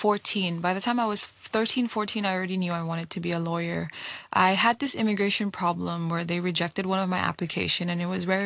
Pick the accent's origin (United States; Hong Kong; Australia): Hong Kong; I was born and raised in Hong Kong. I did my high school in Delia Memorial School, Hip Hua, and then I went to do my LLBs in City U.